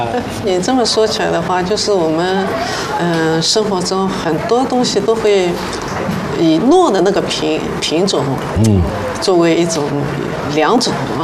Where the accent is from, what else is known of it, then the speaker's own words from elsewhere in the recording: Hangzhou, Zhejiang, China; 我们杭州人称这个小孩子很可